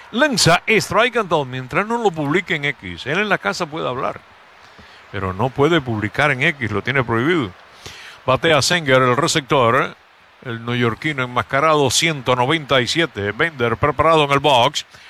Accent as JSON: {"language": "Spanish", "country": "Cuba", "moved": "yes", "said": "porque nos ha pasado a todos los que salimos de Cuba."}